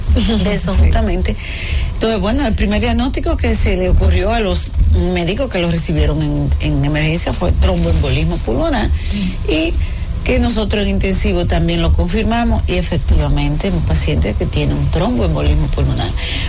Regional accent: Dominican Republic; Digo yo, de Dominican Republic, República Dominicana.

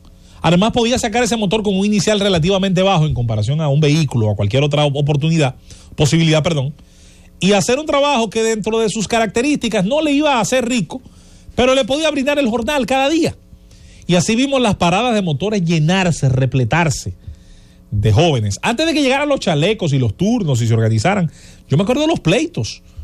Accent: Azua de Compostela, Azua, Dominican Republic; Yo recuerdo en el caso de mi pueblo, en Azua de Compostela, no hubo rutas de transporte, por así decirlo, hasta hace poco.

